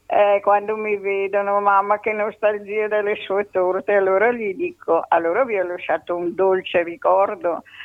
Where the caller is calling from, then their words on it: Rovato, Lombardy, Italy; sono di Rovato anch'io.